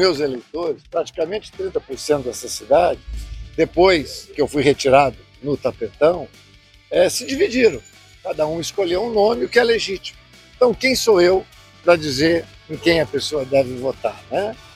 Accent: Brazil; como brasileiro eu estou cumprindo o meu dever.

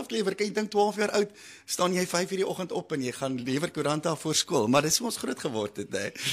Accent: Cape Town, Western Cape, South Africa; Ons het groot geword in Paravalle

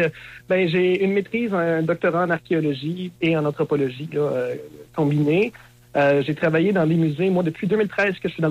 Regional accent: Quebec, Canada; born there; also born or lived in Trois-Pistoles / Côte-Nord; now in Témiscouata, Canada; Moi, je suis né en Montérégie, mais mon père vient de Trois-Pistoles, donc j'ai passé mes étés dans le bas du fleuve plusieurs mois.

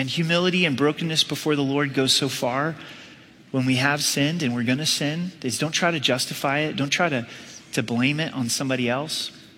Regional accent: Ireland; Or I'm Irish, so that's why I always lose my temper, right?

